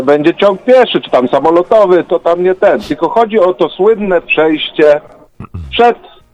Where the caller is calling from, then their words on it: Serby, Lower Silesian Voivodeship, Poland; bo mieszkam w Serbach.